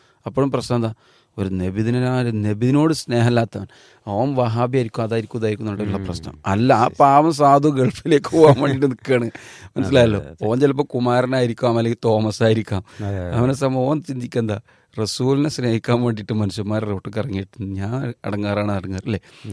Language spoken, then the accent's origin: Malayalam; Kerala, India; മലയാളികളാണ് നമ്മള്